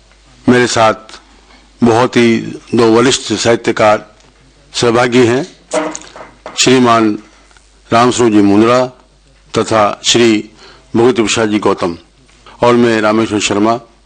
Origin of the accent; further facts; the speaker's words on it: Rajasthan, India; हम राजस्थान के निवासी हैं